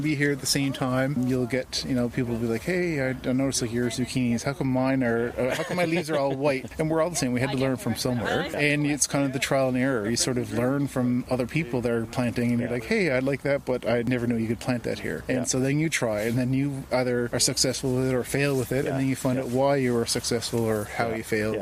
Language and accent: English; St. John's, Newfoundland and Labrador, Canada; I grew up in St. John's